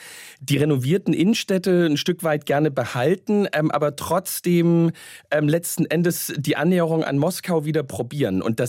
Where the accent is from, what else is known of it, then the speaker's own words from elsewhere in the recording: Munich, Bavaria, Germany; das gibt's nicht mal bei uns in München, obwohl das Geld von uns aus München kommt.